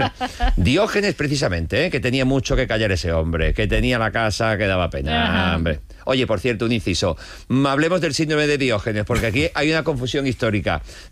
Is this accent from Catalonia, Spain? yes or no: no; Los Navalucillos, Castilla-La Mancha, Spain; born or raised there